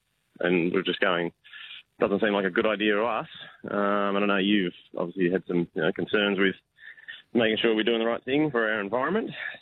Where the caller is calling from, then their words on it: Sydney, New South Wales, Australia; Macca, I'm calling you from Sydney, buddy.